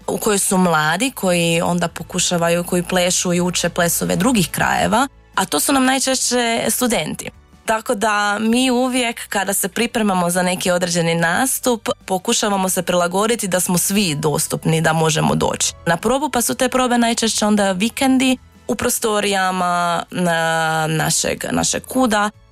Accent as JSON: {"language": "Croatian", "region": "Karlovac County", "country": "Croatia", "said": "Tako je, ja kažem jedino pravo Zagorje."}